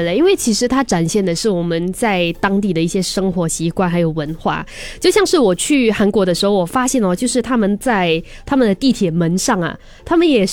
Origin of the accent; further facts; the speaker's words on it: Singapore; 因为我们新加坡就是双语教育嘛，